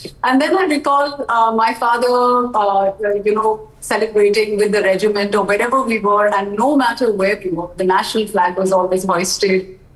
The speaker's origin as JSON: {"language": "English", "country": "India", "said": "I feel thoroughly proud every single day to be an Indian."}